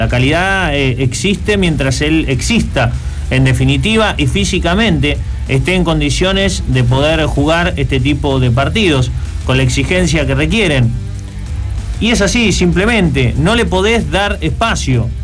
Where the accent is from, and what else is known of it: Argentina